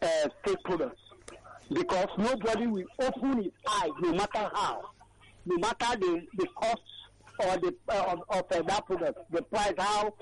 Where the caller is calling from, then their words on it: Nigeria; I'm calling from Abang again